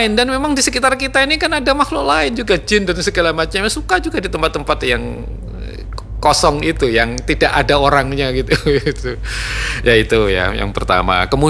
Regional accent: Madiun, East Java, Indonesia; dulu di sekitar kampung saya itu yang menebang tebu itu selain masyarakat sekitar situ itu ada juga yang dari kabupaten lain. Saya kan di Madiun ya, Ngawi datang ke situ.

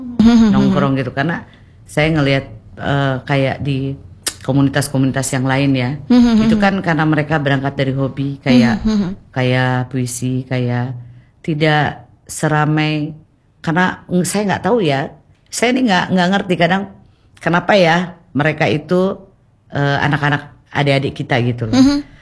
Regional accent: Banten, Indonesia; first language Bantenese Javanese (Jawa Serang); Indonesian is a second language

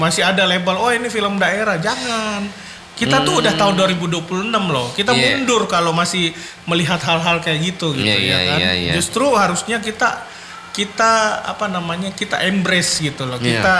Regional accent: Makassar, South Sulawesi, Indonesia; now in Jakarta, Indonesia; Kalau saya tinggal di Jakarta, jadi kacamata saya unik mungkin karena saya tinggal di Jakarta, tapi saya orang Makassar

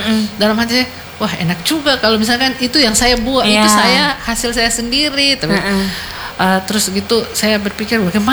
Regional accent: Gorontalo, Indonesia; born there; moved away; saya kan kelahiran Gorontalo.

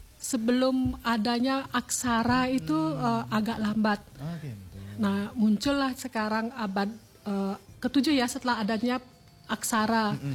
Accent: Bali, Indonesia; kita lahir di Bali

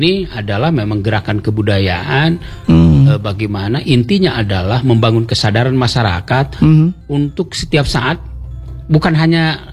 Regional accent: Cimahi, West Java, Indonesia; born or raised there

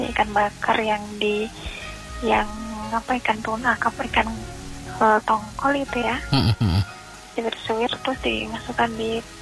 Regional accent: Maluku, Indonesia; born there; also born or lived in Southeast Sulawesi; sebelum kami apa namanya melahirnya di Sulawesi Tenggara, tapi orang tua menggotong kami ke Maluku karena orang tua saya adalah petani cengkeh di Maluku.

